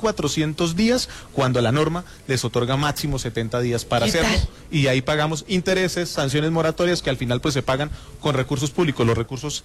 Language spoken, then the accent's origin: Spanish; Vélez, Santander, Colombia; Sí, sí, me gusta el chiste, sé coplas porque yo soy de Vélez Santander, de la provincia.